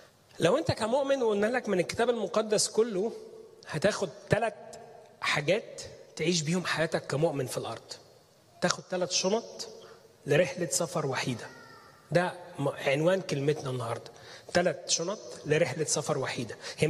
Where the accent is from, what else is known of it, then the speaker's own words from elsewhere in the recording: Egypt; بلغتنا كمصريين راحة البال. إحنا دايما كمصريين عندنا كده إيه مسميات جميلة.